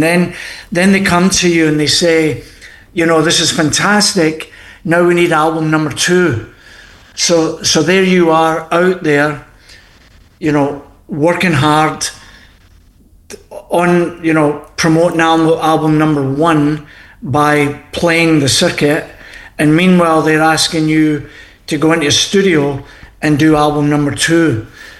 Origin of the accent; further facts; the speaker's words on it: Scotland, United Kingdom; Yeah, so being Scottish, and I know that Sam's off the Irish, he's Irish background.